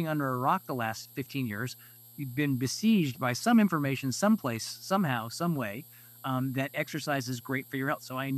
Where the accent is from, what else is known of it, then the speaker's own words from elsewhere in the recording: Kansas City, United States; He was a pediatrician who took care of so many thousands of kids in my hometown of Kansas City.